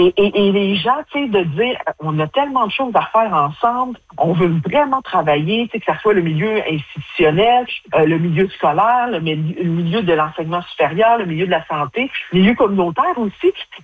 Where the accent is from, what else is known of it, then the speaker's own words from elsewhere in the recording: Baie-Comeau, Quebec, Canada; also born or lived in Pessamit; je suis originaire de la communauté pessamite, mais moi, je suis née à Baie-Comeau, j'ai grandi à Baie-Comeau, donc je fais partie de cette génération-là.